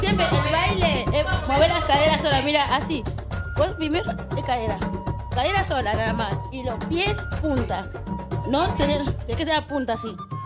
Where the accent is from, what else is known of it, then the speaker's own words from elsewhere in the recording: DR Congo; now in Argentina; está en mi país